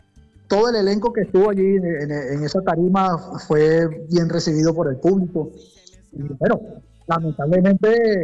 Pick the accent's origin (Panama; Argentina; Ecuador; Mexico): Panama; Panamá es mi tierra que me quiere y me adora desde hace muchísimos años.